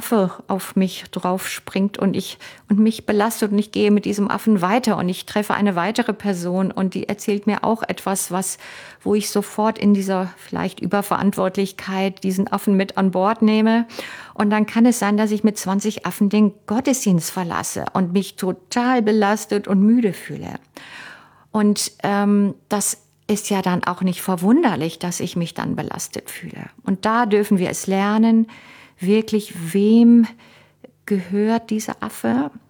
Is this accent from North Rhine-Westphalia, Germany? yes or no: yes; Cologne, North Rhine-Westphalia, Germany; zum Beispiel für mich als Kind in Köln aufgewachsen, der Karneval, dass ich als Kind mich nicht verkleiden durfte